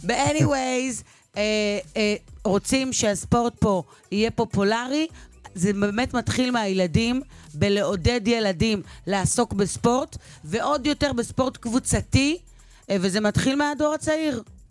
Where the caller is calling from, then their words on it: Kiryat Gat, Southern District, Israel; אני כבר 4 שנים גרה בקריית גת.